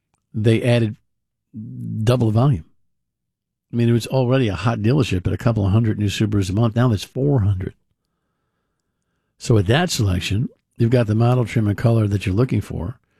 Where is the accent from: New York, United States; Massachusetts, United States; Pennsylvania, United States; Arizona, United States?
Massachusetts, United States; born there; moved away as an adult; now in Cumberland, Rhode Island, United States; outside of Springfield. And you would see the PVTA, as they call it, the Pioneer Valley Transit Authority buses, in my hometown on a regular basis